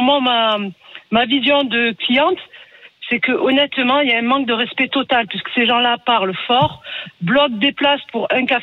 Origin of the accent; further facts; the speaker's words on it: Marseille, Provence-Alpes-Côte d'Azur, France; Une petite brasserie à Marseille, parce que je suis de Marseille, c'est une autre ambiance.